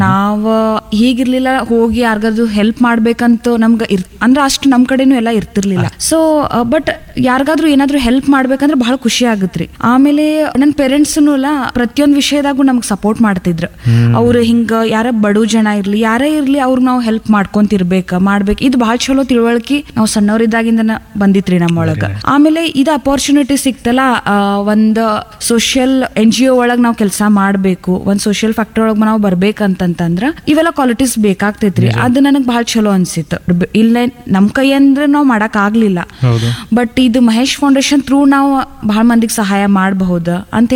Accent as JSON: {"language": "Kannada", "town": "Belagavi", "region": "Karnataka", "country": "India", "tie": "born or raised there", "also_born_or_lived": "Gokak", "said": "ನಂದು ಹುಟ್ಟೂರು ಬಂದು ಗೋಕಾಕ್ ರೀ, ಇಲ್ಲೇ ಬೆಳಗಾವ್ ಜಿಲ್ಲಾ. ಆಮೇಲೆ ನಂದು ಬಾಲ್ಯ ಅನ್ನೋದೆಲ್ಲ ಬೆಳಗಾವ್ ಒಳಗನೇ ಆಯಿತು."}